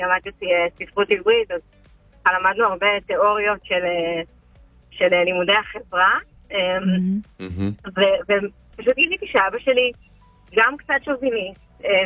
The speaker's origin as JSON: {"language": "Hebrew", "region": "Southern District", "country": "Israel", "said": "לא, הוא לא היה בקפלן, אנחנו קיבוצניקים מהנגב, זה רחוק לו."}